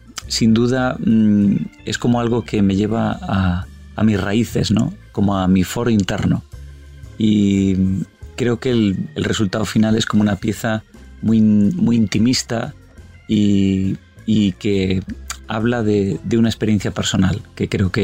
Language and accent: Spanish; Vigo, Galicia, Spain; la ciudad de Vigo, que es mi ciudad natal.